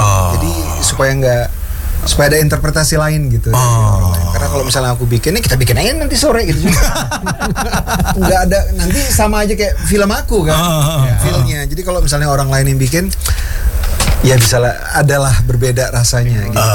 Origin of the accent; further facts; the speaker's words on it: Medan, North Sumatra, Indonesia; by the way gue dari Medan ya. Jadi setiap kali gue pulang zaman kuliah, pulang ke Medan, semakin deket ke rumah gue tuh semakin sedih dan semakin gak mau pulang gitu.